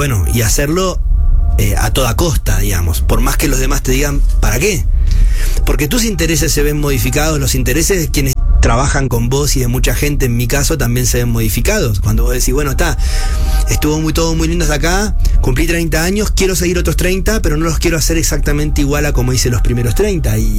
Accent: Argentina

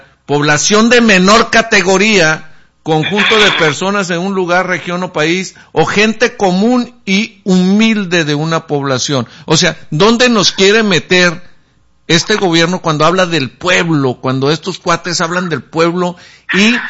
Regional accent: Mexico; si yo tengo doble yo tengo doble nacionalidad, soy mexicano

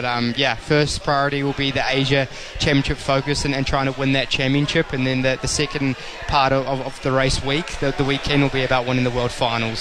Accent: New Zealand; He's Polish, I'm a Kiwi, we're from opposite sides of the world, but we get along really well.

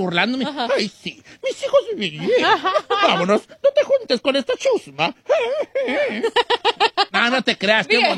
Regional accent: Puruándiro, Michoacán, Mexico; ¡Soy de Puruándiro!

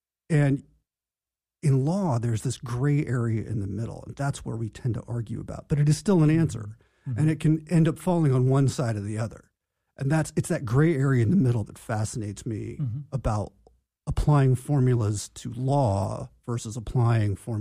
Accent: Oregon, United States; born there; I was born in Oregon.

